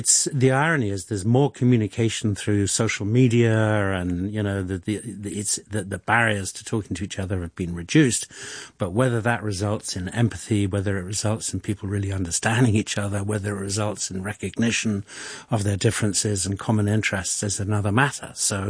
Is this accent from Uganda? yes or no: yes; Kampala, Central Region, Uganda; born there; Uganda. I was born in Kampala, yeah.